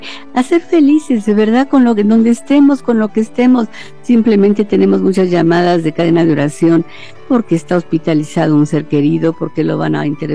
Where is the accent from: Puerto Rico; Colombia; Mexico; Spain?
Mexico